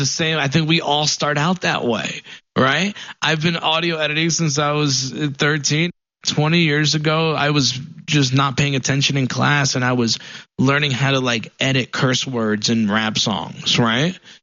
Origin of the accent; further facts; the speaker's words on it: Paterson, New Jersey, United States; Yeah, since I was 5, I grew up in New Jersey, in Paterson, New Jersey. It was a decent-sized city, full of a lot of culture.